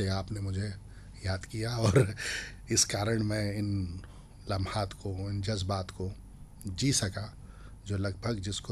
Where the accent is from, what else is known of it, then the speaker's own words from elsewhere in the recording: Vidisha, Madhya Pradesh, India; moved away; मेरा बचपन विदिशा में गुजरा है